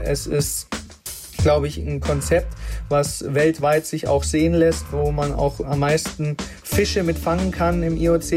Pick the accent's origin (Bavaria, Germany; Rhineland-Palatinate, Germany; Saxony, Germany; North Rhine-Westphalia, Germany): Bavaria, Germany; Erlangen; Wenn ich sage, ich komme aus Erlangen, können die Leute damit nicht so richtig was anfangen.